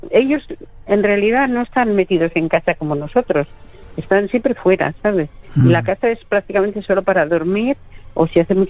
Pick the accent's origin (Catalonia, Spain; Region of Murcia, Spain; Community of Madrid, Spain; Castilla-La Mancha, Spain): Castilla-La Mancha, Spain; Toledo; Eso sí, ellos, cuando le digo que soy de Toledo y eso, enseguida...